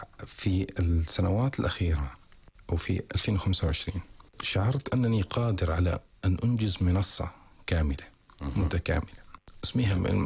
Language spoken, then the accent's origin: Arabic; Qatar; نحن عندنا في قطر